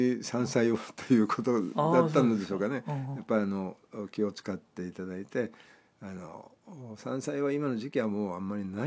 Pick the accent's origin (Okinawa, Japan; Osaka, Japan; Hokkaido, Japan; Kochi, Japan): Kochi, Japan; born there; moved away